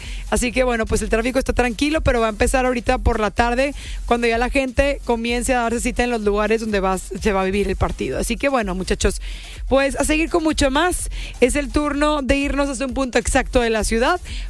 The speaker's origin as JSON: {"language": "Spanish", "country": "Mexico", "said": "nosotros como mexicanos"}